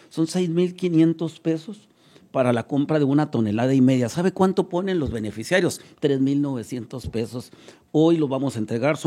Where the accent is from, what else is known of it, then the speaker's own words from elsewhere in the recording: Camargo, Mexico; somos de Camargo.